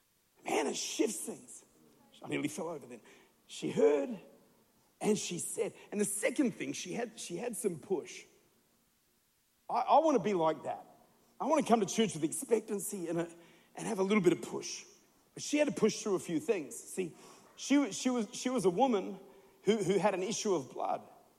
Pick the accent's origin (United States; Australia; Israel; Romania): Australia; South Australia; I'm Australian, which basically means I was British